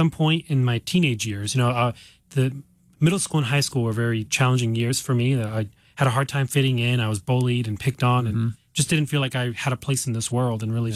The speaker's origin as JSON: {"language": "English", "country": "United States", "tie": "born or raised there", "also_born_or_lived": "Romania", "said": "I was adopted at the age of two by a loving family here in the States, and grew up in a very loving home."}